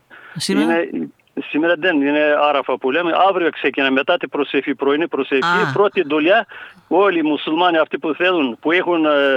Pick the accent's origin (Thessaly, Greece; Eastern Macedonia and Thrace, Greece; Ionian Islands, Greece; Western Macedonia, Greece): Eastern Macedonia and Thrace, Greece; Sidiro; Ναι, στο Σιδηρό θα είμαι.